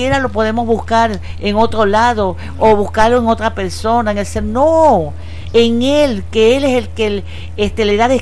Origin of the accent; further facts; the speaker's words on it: Venezuela; Para podernos levantarnos como venezolanos, para levantarnos porque somos hermanos.